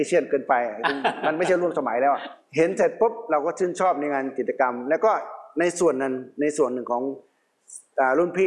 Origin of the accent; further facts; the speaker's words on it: Wiang Sa, Nan, Thailand; ก็พี่เป็นคนจังหวัดน่านเกิดที่อำเภอสาปัจจุบันเป็นเวียงสาบ้านพี่เนี่ยอยู่ระหว่างวัดสองวัดคือวัดกลางเวียงกับวัดบุญยืน